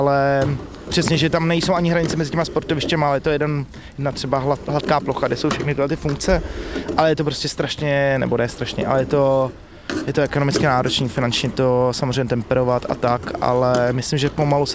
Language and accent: Czech; Prague, Czechia; a já jsem vlastně tady z Prahy 7, takže tohle byl i pro mě takový srdcový projekt